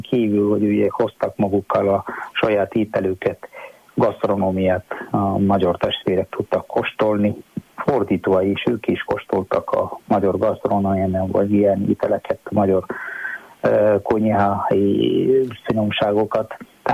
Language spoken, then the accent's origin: Hungarian; South India, India; Hungarian is a second language; moved away as an adult; now in Hungary; egyébként Dél-Indiából származom, már 23 éve vagyok itt, 24. évben vagyok.